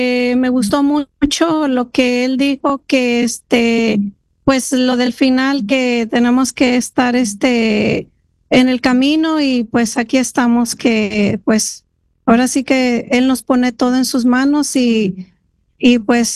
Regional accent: Chicago, Illinois, United States; now in Elmhurst, United States; Estoy aquí como a 7 minutos. Yo soy de aquí de Chicago, pero vivo aquí en el área de Elmhurst.

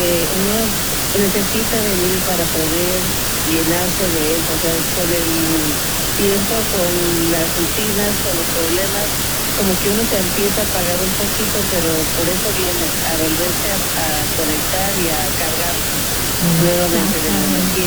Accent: San Diego, California, United States; Soy de San Diego, voy a la parroquia del Cuerpo de Cristo, Corpus Christi, algunas veces Santa Rosa de Lima

